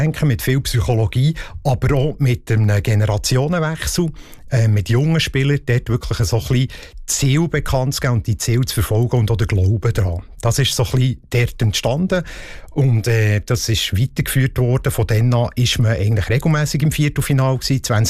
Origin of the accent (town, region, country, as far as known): Switzerland